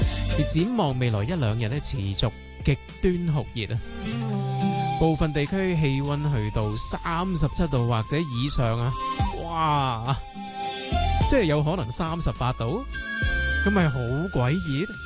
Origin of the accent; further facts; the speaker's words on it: Hong Kong; 我们香港人